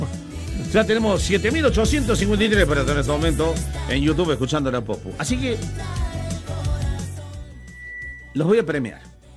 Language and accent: Spanish; San Clemente, Córdoba, Argentina; de San Clemente, Chabatón, y el pueblito más lindo del mundo.